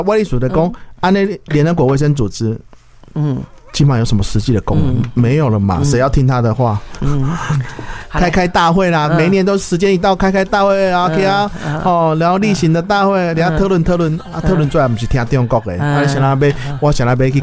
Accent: Taiwan; 以前我们台湾的十几年前，我们台湾人不是常说啊

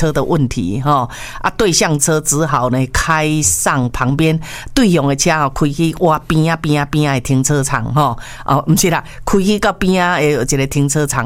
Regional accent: Taiwan

